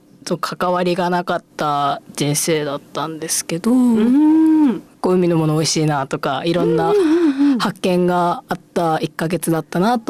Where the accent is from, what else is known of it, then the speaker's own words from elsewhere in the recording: Sendai, Miyagi, Japan; 出身も仙台市になってます。